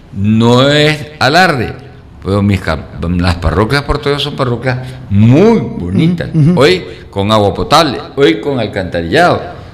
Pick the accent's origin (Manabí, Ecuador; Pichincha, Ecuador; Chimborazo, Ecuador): Manabí, Ecuador; Calderón; Yo me acuerdo que yo soy de Calderón, veníamos a la romería de la Virgen de Monserrate.